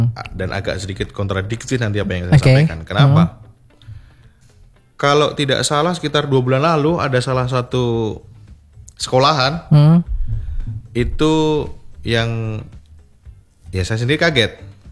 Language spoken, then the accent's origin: Indonesian; Yogyakarta, Special Region of Yogyakarta, Indonesia; moved away as an adult; now in West Sumatra, Indonesia; Penempatan pertama saya di Sumbar, cuman saya asli dari Jogja.